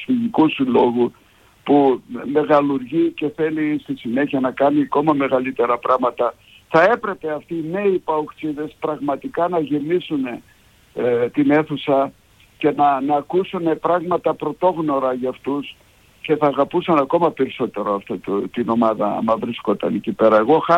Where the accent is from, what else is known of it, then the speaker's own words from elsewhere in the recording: Greece; Αισθανόμουν υπερήφανος που είμαι Έλληνας, που είμαι πρόσφυγας, που είμαι ελληνικό αίμα.